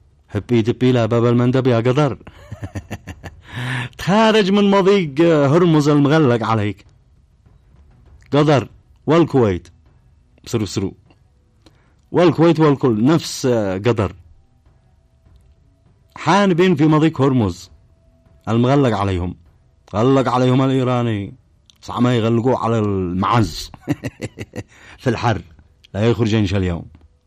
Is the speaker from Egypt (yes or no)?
no; Yemen; بعد 12 سنة من العدوان والحصار على بلادنا اليمن؟